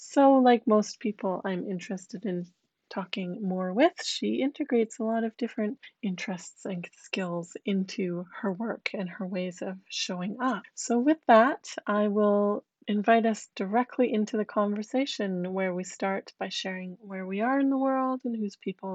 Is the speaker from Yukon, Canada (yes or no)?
yes; Whitehorse, Yukon, Canada; I had the great delight of going into my hometown of Whitehorse, Yukon, Canada, on Main Street, going into our independent bookstore